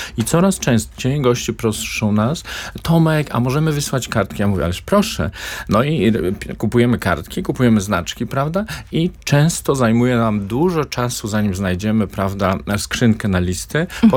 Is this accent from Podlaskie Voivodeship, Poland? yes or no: yes; Podlaskie Voivodeship, Poland; born there; moved away; to jest taka mała wioska, skąd ja pochodzę z urodzenia, na ziemia suwalska